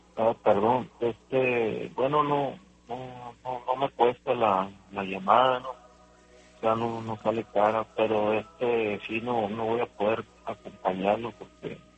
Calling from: Hermosillo, Sonora, Mexico; Hablo desde México, de Hermosillo.

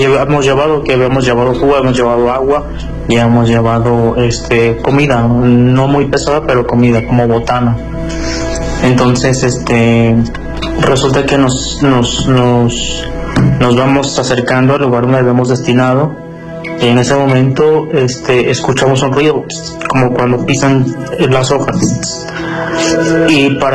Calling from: León, Guanajuato, Mexico; Soy de León, Guanajuato.

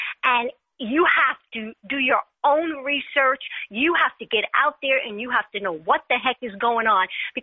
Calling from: New York, United States; I'm from New York.

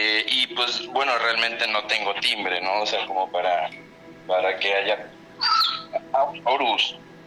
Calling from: Veracruz, Mexico; Desde Tercero, Veracruz.

